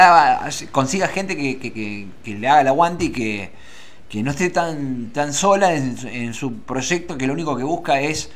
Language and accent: Spanish; Argentina; somos los argentinos